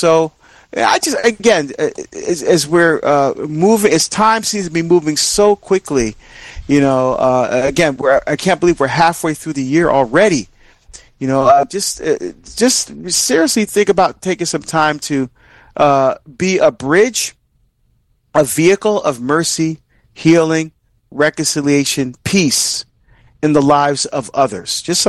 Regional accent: Barbados; Please keep us in your prayers as we travel together to my home country of Barbados.

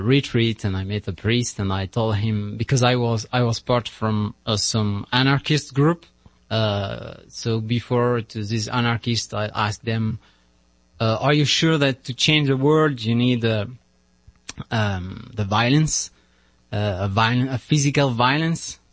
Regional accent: France; English is a second language; moved away as an adult; now in United States; So I'm a French friar.

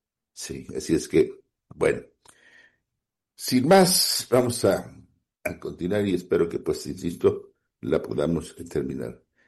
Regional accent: Mexico; los que somos mexicanos

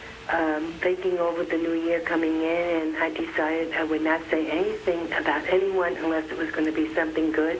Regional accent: Florida, United States; I'm from Florida.

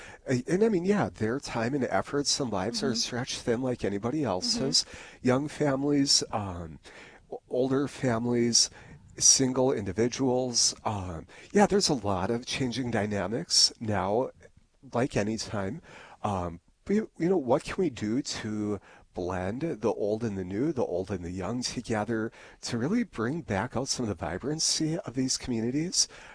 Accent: Harvey, North Dakota, United States; I grew up in Harvey, North Dakota. My mother and stepfather live north of Animus.

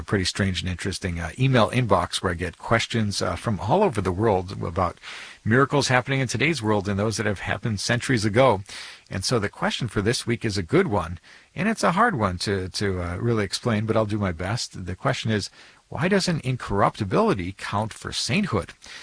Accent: Ireland; I'm an Irish guy, and I love Marian apparitions, so Our Lady of Knock perhaps is my favorite when we put it that way.

